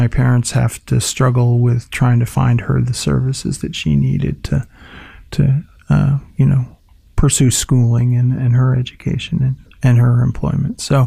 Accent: Fayetteville, New York, United States; Yes. Well, I grew up in Fayetteville, actually.

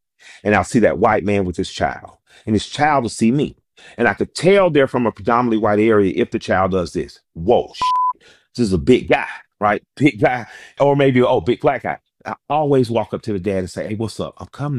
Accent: the South, United States; born or raised there

